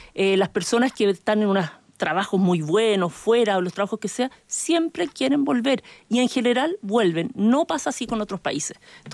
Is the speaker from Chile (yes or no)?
yes; Chile; Y Chile, fíjate que además, por su ubicación geográfica, también tiene algo muy, muy potente. Somos un país que también nos hemos construido con un espíritu muy propio.